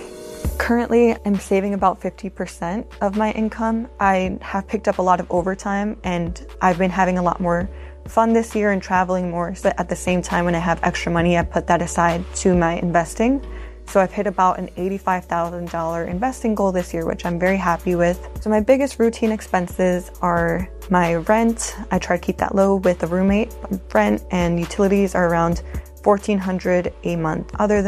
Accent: New York City, New York, United States; moved away as an adult; I grew up in Brooklyn, New York, and my parents came from Mexico and they wanted to make more income as we were a family of seven.

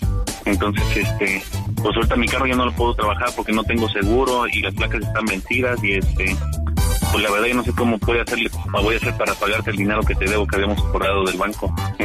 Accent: Querétaro, Mexico; con la licencia que tengo y con la credencial, pues se dan cuenta que soy de aquí de Querétaro.

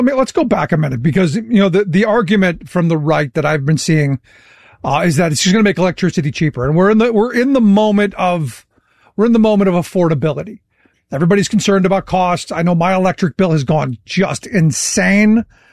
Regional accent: Cleveland, Ohio, United States; No, look, I grew up in Cleveland, and I often coin it the home of the reason you need an EPA and the Clean Water and Air Act.

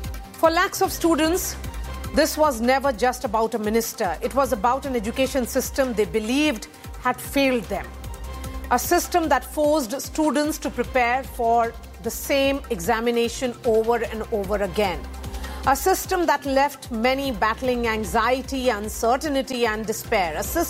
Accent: Bihar, India; protests happening not just at Jantar Mantar, but across the country, in my home state of Bihar as well.

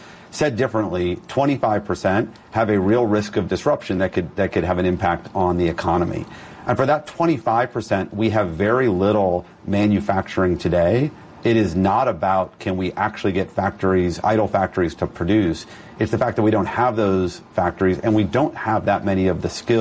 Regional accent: New York, United States; now in Washington, United States; I am born and raised in New York, and so yes, I have to be a Knicks fan

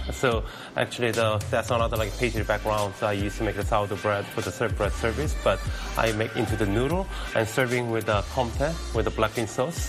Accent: South Korea; English is a second language; You know, I'm from Korea, so we're not really familiar with the fine dining.

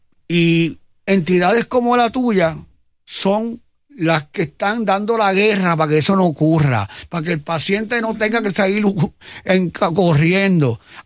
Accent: Puerto Rico; somos nosotros los boricuas

